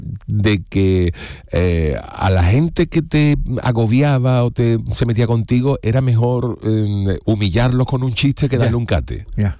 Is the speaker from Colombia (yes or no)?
no; Cádiz, Andalusia, Spain; Yo soy beduino, porque en Cádiz, como tú bien dices, los beduinos se le conocen de murallas para afuera, lo que es la puerta de tierra. Pero yo nací en Cádiz. O sea, yo de nacimiento soy gadita.